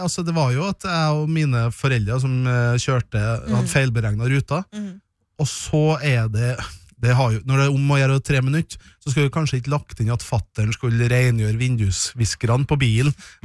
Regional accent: Trøndelag, Norway; born there; moved away; Jeg har vært hjemme I Trøndelag og besøkt mine foreldre.

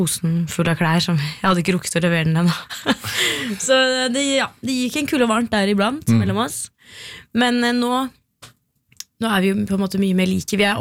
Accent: Jessheim, Akershus, Norway; Bare nå bor det jo mange flere på Jessheim enn det gjorde da jeg vokste opp på Jessheim.

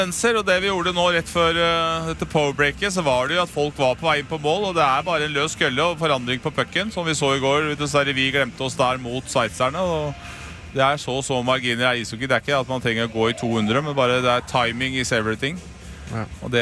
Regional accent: Trondheim, Trøndelag, Norway; Jeg er fra Trondheim

